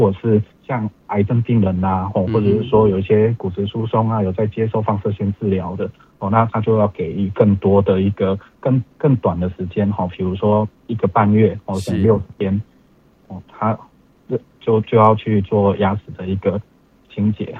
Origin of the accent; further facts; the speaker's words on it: Taiwan; 我们台湾人